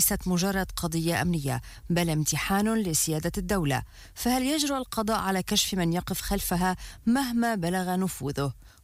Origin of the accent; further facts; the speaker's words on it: Lebanon; كلبنانيين